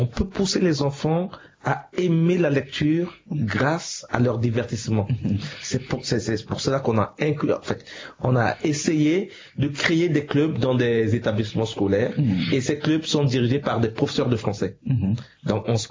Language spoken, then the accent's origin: French; Central African Republic; Mais on vient de la République centrafricaine.